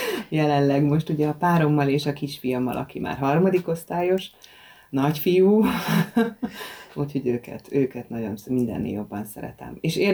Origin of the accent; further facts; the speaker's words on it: Budapest, Hungary; én tőzsgyökeres pesti lány vagyok. Ahogy ezt így mondani lehet, én Soroksáron születtem. Szüleim is pestiek egyébként.